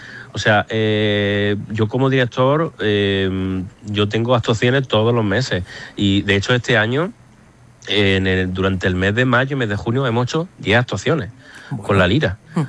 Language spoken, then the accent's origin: Spanish; Martos, Andalusia, Spain; yo soy de Marto